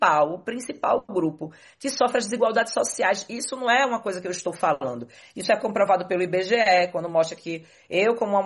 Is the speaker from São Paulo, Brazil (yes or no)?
no; Recife, Pernambuco, Brazil; Eu sou uma mulher que cresci na Brasília Teimosa, uma comunidade tradicional pesqueira, uma comunidade periférica, né, que tem maioria população negra